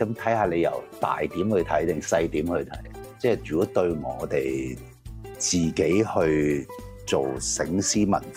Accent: Hong Kong; 作為一個真係本土土生土長香港人

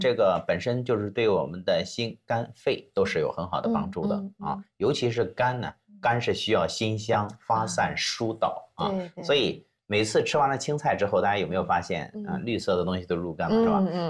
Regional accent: China; 来自于咱们中国的

